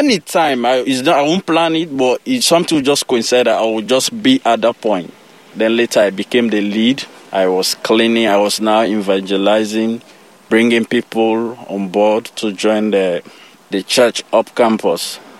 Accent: Sierra Leone; born there; I was born in Sierra Leone. I have a lot of sisters and brothers who are incredible and they are wonderful. Most of them are in Sierra Leone.

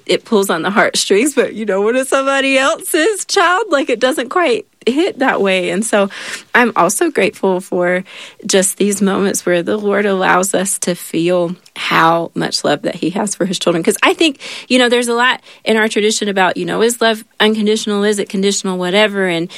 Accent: the South, United States; being a young teenager growing up in the South.

